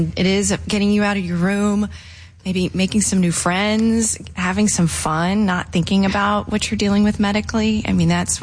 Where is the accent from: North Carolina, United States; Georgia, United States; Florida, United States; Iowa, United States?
Georgia, United States; Atlanta; Well, we are from the ATL. We were born and raised in Atlanta.